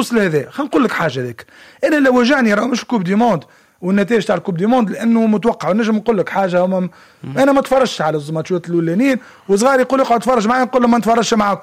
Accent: Tunisia; عندنا في تونس

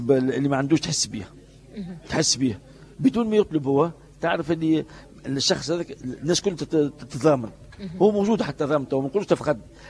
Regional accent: Beni Hassen, Monastir Governorate, Tunisia; born or raised there

